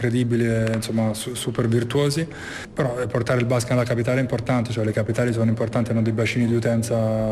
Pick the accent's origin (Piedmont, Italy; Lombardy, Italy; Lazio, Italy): Lazio, Italy; Rome